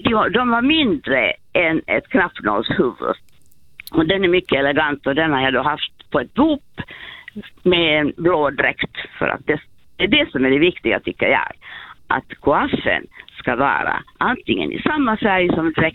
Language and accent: Swedish; Helsinki, Uusimaa, Finland; modister i Helsingfors där jag växte upp.